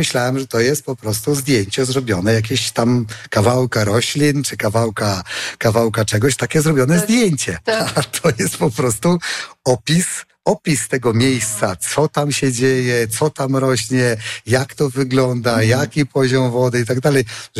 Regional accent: Podlaskie Voivodeship, Poland; Ja się wychowałem troszkę nad Rozpudą, bo mój tato pochodzi z Raczek. Także ja znałem to miejsce

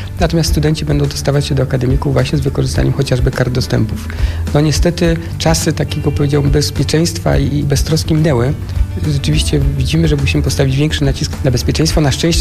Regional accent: Poznań, Greater Poland Voivodeship, Poland; born or raised there

